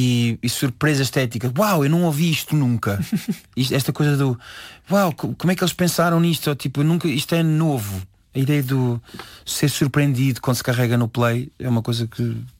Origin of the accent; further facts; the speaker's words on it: Loures, Lisbon, Portugal; also born or lived in Sacavém; Também foi um sítio onde eu cresci, fim de semana sim, fim de semana.